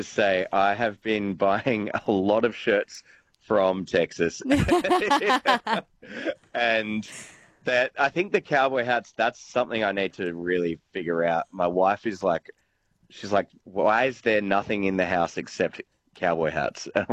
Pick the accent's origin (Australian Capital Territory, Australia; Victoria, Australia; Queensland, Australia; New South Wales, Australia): Australian Capital Territory, Australia; Canberra; growing up in Canberra, where there's, you know, pretty cold winters and bad isolation, lots of depression